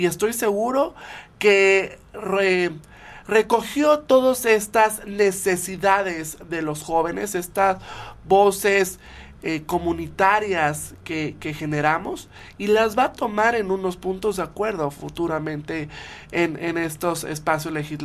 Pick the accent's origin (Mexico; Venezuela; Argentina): Mexico